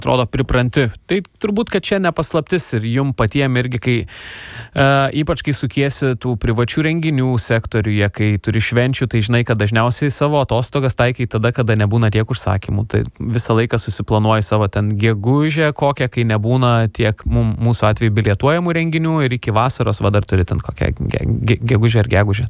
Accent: Vilkija, Kaunas County, Lithuania; Mes vilkiečiai sakome, kad mes esame iš Vilkijos.

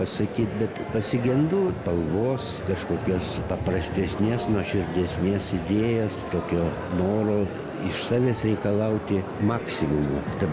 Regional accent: Šiauliai, Šiauliai County, Lithuania; moved away as an adult

